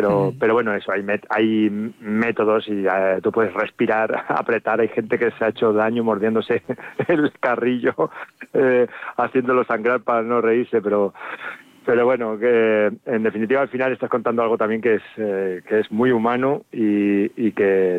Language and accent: Spanish; Salamanca, Castile and León, Spain; also born or lived in Valencia; nací en Valencia, pero vamos, me he criado en Salamanca desde pequeño, ¿sabes? Desde el año 1, ¿sabes? Desde el año 2 que tenía mejor, cuando llegué a Salamanca. O sea, que vamos, que soy charro también. Digo también porque, bueno, tengo mi familia valenciana